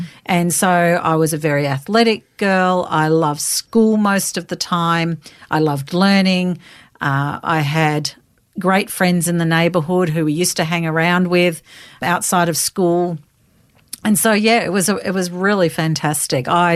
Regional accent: Melbourne, Victoria, Australia; I was born in Melbourne. In Blackburn, actually. That's where I've lived.

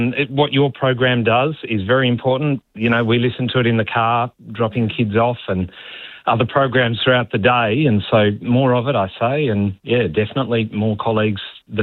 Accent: Burnie, Tasmania, Australia; I grew up in Burnie

